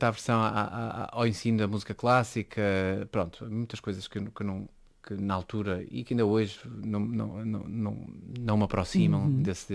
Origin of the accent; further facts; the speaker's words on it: Porto, Norte, Portugal; also born or lived in Horta, Azores; toda a minha família do lado da minha mãe é daqui, do grupo central do Pico e do Faial. E eu nasci cá, depois com um ano fui logo para o Porto e pronto, passou a ser, no fundo nunca deixou de ser a casa, porque é o berço da família